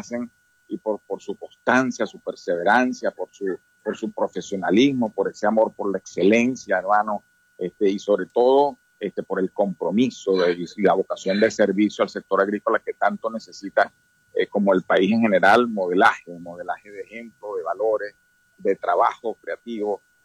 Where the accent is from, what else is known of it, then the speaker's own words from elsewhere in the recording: Venezuela; como ciudadano común, como venezolano